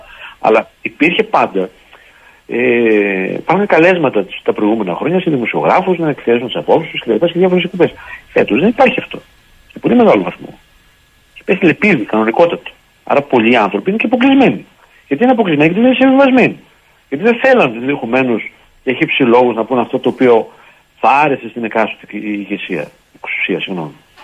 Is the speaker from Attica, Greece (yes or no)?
no; Tzoumerka, Epirus, Greece; λέμε στο χωριό μου, στην Ήπειρο, στα ορεινά και στα Τζουμέρκα τα ορεινά.